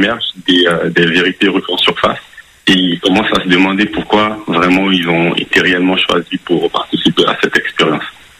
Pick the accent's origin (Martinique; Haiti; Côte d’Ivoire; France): Côte d’Ivoire; moved away; moi je viens de Côte d'Ivoire. Moi, j'ai grandi dans une ville où il n'y avait pas de cinéma.